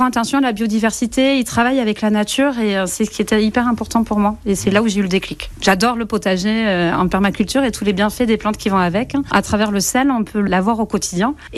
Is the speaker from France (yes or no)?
yes; Nouvelle-Aquitaine, France; On est des Landes, il faut montrer nos racines.